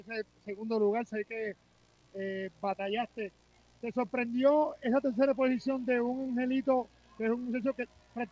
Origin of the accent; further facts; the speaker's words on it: Ciales, Puerto Rico; para mí que es de Ciales, de mi pueblo.